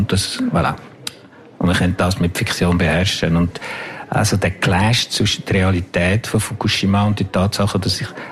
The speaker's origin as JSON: {"language": "German", "country": "Switzerland", "said": "Aber ich habe geschrieben als ein Schweizer, oder irgendwie, der das anschauen. Und nicht als ein Franzose"}